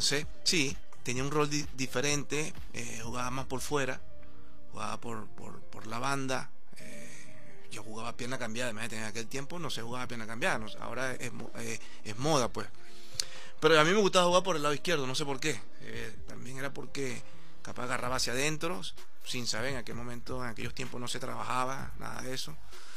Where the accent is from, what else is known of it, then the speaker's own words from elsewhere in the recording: Ciudad Bolívar, Bolívar, Venezuela; Ciudad Bolívar, La Sabanita.